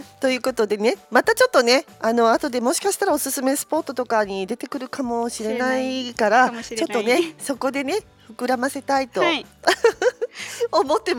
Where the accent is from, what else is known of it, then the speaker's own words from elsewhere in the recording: Fukuoka, Japan; now in Okinawa, Japan; 私九州福岡だったから